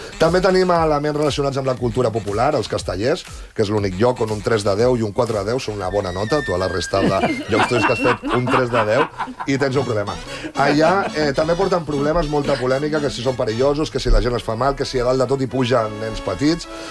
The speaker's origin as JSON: {"language": "Catalan", "town": "Molins de Rei", "region": "Catalonia", "country": "Spain", "said": "Sí, Molins de Rei."}